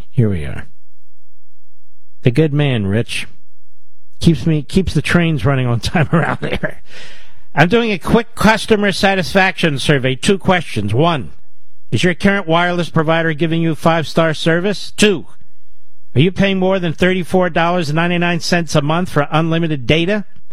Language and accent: English; Philadelphia, Pennsylvania, United States; born there; I was born in Pennsylvania. Remember that? And born in Philadelphia.